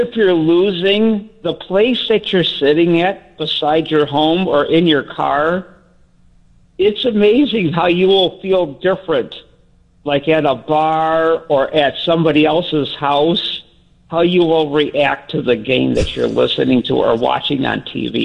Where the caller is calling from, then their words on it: Hinsdale, Illinois, United States; From Hinsdale.